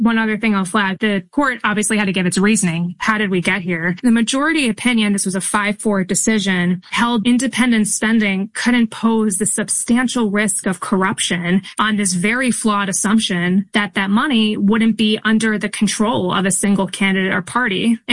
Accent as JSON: {"language": "English", "region": "New York", "country": "United States", "tie": "born or raised there", "said": "So I grew up on Long Island. I have very fond memories taking the train into New York City as a kid"}